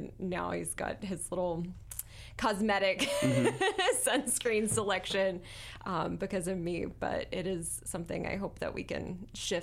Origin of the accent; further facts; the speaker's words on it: Virginia, United States; so I grew up in Virginia, rural Virginia, and every gas station had a tanning bed booth.